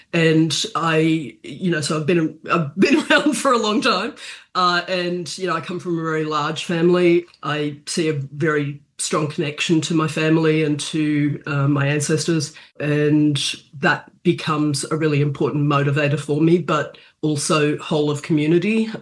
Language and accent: English; Australia; I grew up in various different countries around so-called Australia.